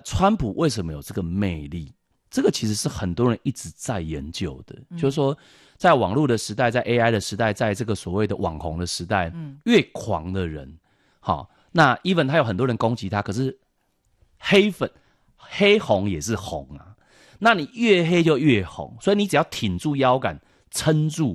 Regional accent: Taitung, Taitung County, Taiwan; moved away; 在我们那个我老家台东那个延平山上

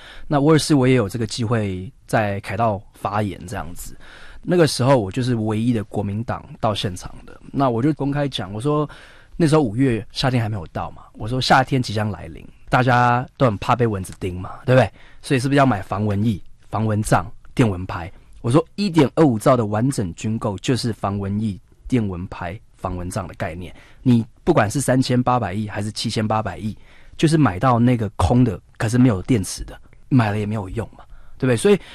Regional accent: Taiwan; 就是咱台湾人已经来了超过300年的在地这边的家族这样子。严格讲我算1/4的就是本省嘛，因为小时候都还是会讲这些。我记得我幼稚园的毕业纪念册都还写那个省级，有没有，我的就是江苏省淮阴县，我都还记得我那个年代，我80年次的嘛

